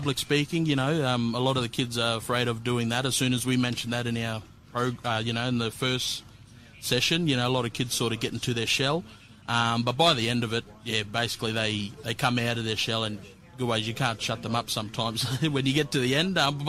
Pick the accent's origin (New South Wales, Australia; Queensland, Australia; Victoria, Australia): Queensland, Australia; Townsville; born and raised in Townsville.